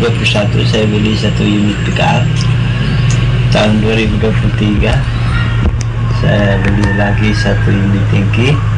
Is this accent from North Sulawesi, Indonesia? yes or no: no; East Nusa Tenggara, Indonesia; Tahun 2021 saya dapat 9 unit rumah desa Watulu, kampung saya sendiri.